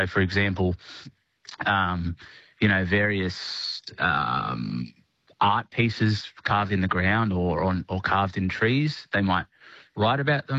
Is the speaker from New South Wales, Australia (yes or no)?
yes; New South Wales, Australia; I've been born and raised on the Central Coast, on Darkanon country, while still maintaining those ties to my ancestral country.